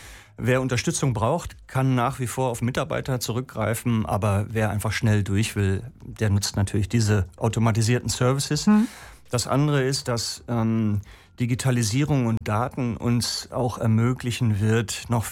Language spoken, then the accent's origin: German; Hamburg, Germany; moved away; gehe ich als Hamburger auch sehr gerne hin.